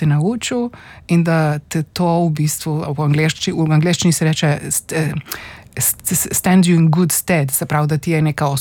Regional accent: Postojna, Littoral–Inner Carniola, Slovenia; Jaz sem odraščala v Postojni, se pravi pri, oziroma bom rekla splošno na Primorskem

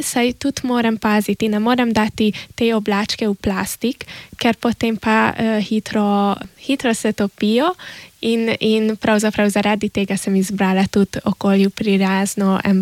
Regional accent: Szakonyfalu, Vas, Hungary; Ja, sem iz Sakalovec, sem porabska Slovenka, tako oče kot mama sta porabska Slovenca in sem šla študirati v Budimpešto

